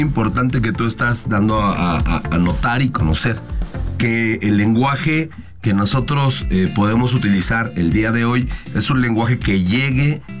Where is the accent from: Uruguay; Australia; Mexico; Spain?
Mexico; Mexico City; accent: caló de la Colonia Obrera; yo vengo de la Obrera, de la Colonia Obrera. Soy de la Colonia Obrera, sé hablar el caló de la Colonia Obrera